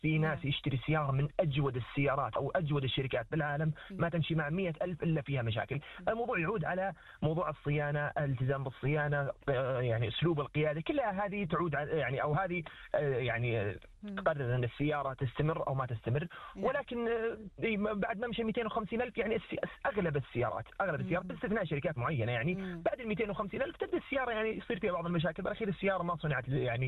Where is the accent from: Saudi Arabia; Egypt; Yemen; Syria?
Saudi Arabia; موجودة عندنا بالسعودية،